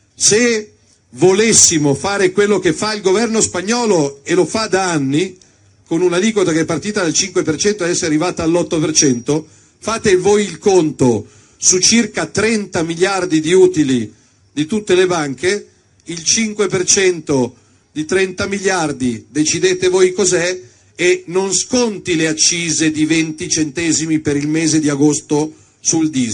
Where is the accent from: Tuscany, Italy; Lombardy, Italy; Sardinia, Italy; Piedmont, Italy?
Lombardy, Italy; chi c'è dalla mia Lombardia?